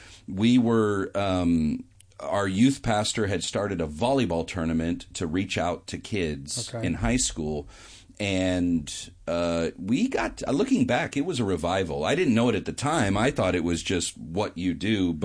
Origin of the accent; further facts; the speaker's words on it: Vallejo, California, United States; also born or lived in Oakland; So I was born in Oakland. My parents grew up in Pinole. So that's where the Kaiser was when I was born. And when I was three, they moved over to Vallejo.